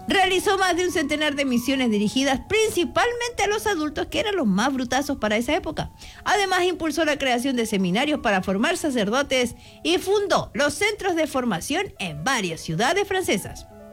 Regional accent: Valparaíso, Chile; Se olvidan que yo vengo de Valparaíso.

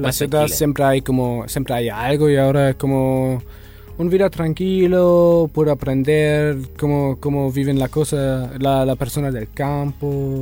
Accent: Berlin, Germany; Spanish is a second language; Yo soy de Berlín, del capital.

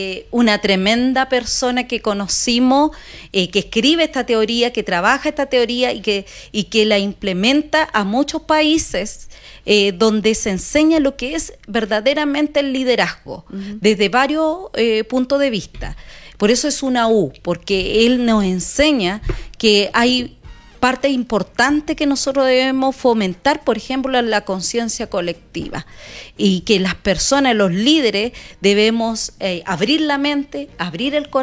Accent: Chile

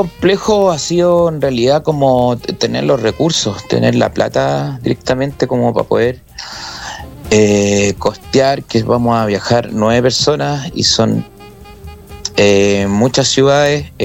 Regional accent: Chile

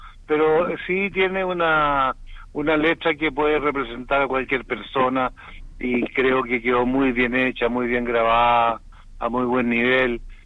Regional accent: Chile; cosa que aquí en Chile no pasa.

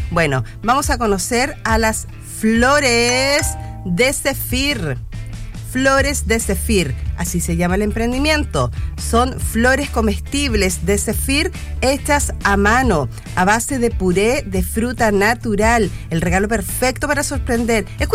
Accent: Chile; ¿Somos chilenos o no somos chilenos?

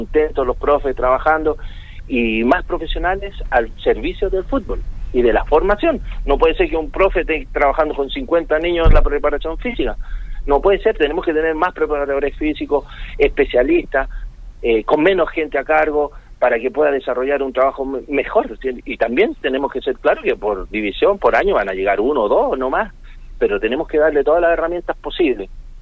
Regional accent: Santiago, Santiago Metropolitan, Chile; now in Rancagua, Chile; Yo de Santiago de Chile

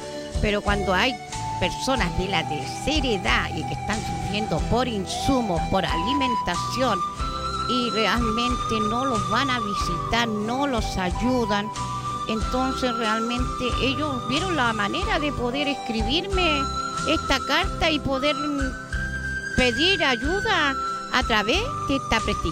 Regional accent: Chile; porque somos chilenos

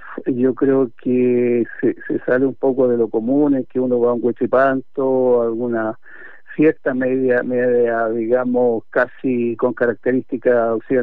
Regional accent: Carahue, Araucanía, Chile; now in Temuco, Chile; yo soy oriundo de Carahue, de la comuna de Carahue, del sector Cuyinco Alto, y bueno, desde ya hace muchos años ya me vine a la gran capital de la región de la Araucanía.

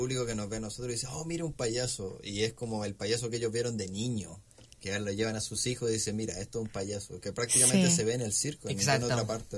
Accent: Chile; also born or lived in Colombia / United States; now in Talca, Chile; Nací en Colombia, pero me crié en Chile.

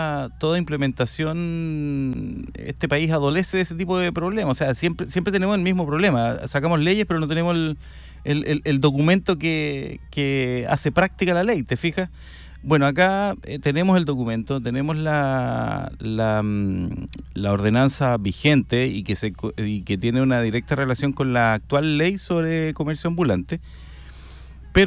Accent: Chile

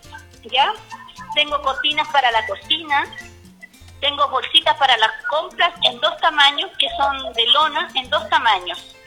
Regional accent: Villa Concepción, Chile; No, soy del sector de la Villa Concepción.

